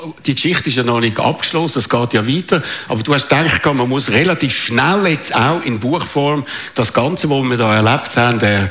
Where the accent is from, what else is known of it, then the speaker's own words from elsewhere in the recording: Switzerland; wir als Schweizer, das ist nicht ganz so emotional gewesen wie Swissair, aber fast.